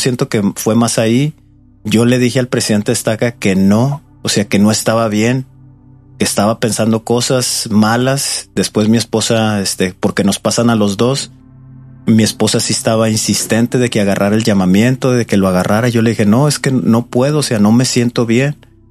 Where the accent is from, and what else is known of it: Torreón, Coahuila, Mexico; now in Morelia, Mexico